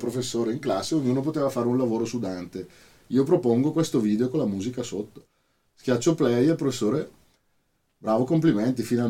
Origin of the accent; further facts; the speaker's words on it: Bergamo, Lombardy, Italy; sono di Bergamo, sono venuto apposta